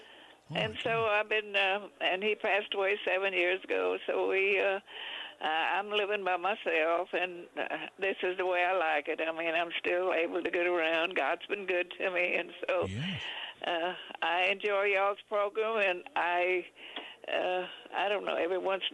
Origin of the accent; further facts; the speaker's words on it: Freiburg, Texas, United States; born there; now in Schulenburg, United States; I was born out in Freiburg, Texas. That's out in the country. And we didn't have a car until I was about 9 years old.